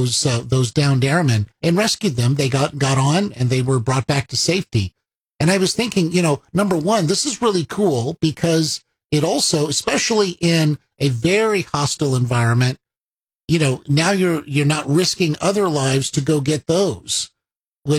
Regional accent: United States

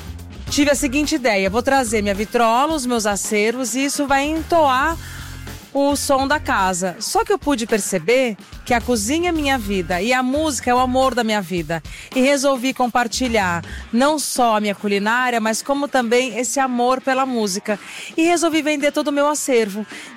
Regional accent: São Paulo, Brazil; eu, enquanto paulistana, nascida e criada na cidade, eu queria um lugar que desse esse aconchego de vizinhança

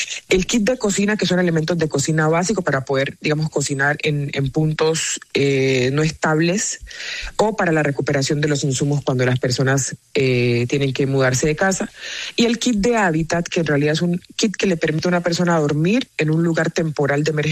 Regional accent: Colombia; permítame por favor un minutico como gobernadora del Chocó, pero primero como colombiana

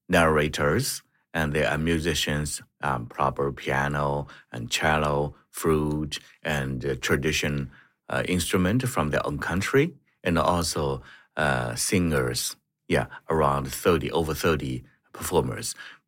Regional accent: China; English is a second language; now in Canada; Originally, I'm come from China.

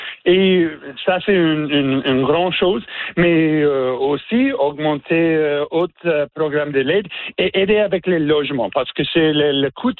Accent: Newfoundland and Labrador, Canada; Par exemple, chez nous, en Terre-Neuve et Labrador, ça fait plus de problèmes cette année.

